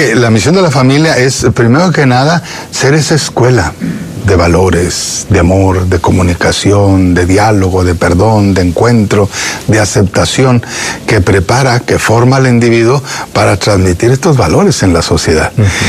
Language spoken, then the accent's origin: Spanish; Parral, Chihuahua, Mexico; also born or lived in Ciudad Juárez; nosotros llegamos con una familia migrante, nos trasladamos de Parral, Chihuahua, al sur del estado de Chihuahua, en México, hacia Ciudad Juárez en 1980.